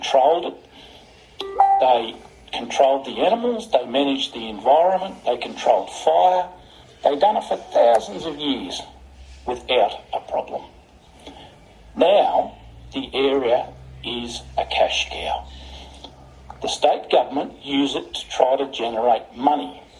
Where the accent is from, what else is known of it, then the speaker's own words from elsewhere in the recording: Australia; I, as an Australian, cannot speak on what happens in England or in New Zealand or America. We are the same here. No one else can speak for the Ngarigo people except Ngarigo people.